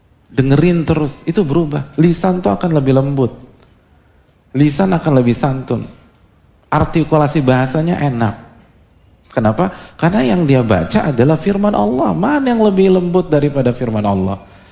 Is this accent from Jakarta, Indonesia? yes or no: yes; Jakarta, Indonesia; Saya dari kecil sampai SMA itu di Jakarta, omongannya logo-logo.